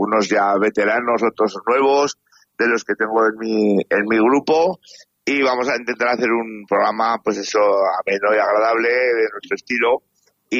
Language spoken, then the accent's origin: Spanish; Calatayud, Aragon, Spain; born there; Calatayud es muy importante, que yo incluso de pequeño yo estudié en los Padres Claretianos.